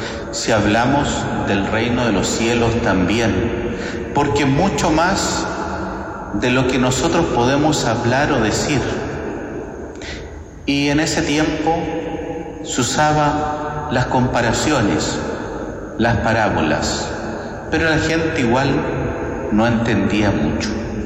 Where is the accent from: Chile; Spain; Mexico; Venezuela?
Chile; Los demás somos de aquí de Chile, a lo más europeos del barrio Seminario nomás.